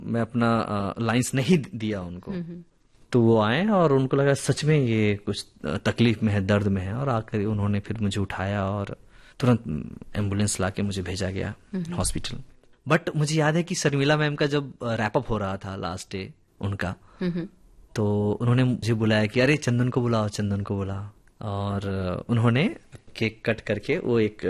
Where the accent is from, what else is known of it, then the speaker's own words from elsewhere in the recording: Bihar, India; मैंने कहा सर मैं तो बिहार से हूँ।